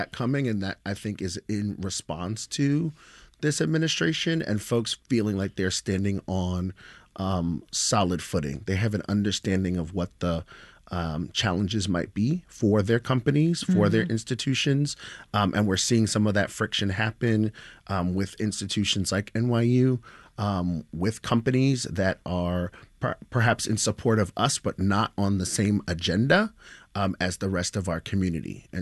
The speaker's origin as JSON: {"language": "English", "region": "New York", "country": "United States", "tie": "born or raised there", "said": "It's New York City, so shout out to my hometown."}